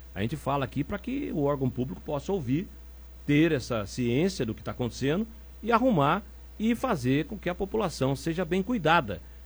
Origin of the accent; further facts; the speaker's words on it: Pindamonhangaba, São Paulo, Brazil; Eu sou nascido e criado em Pinda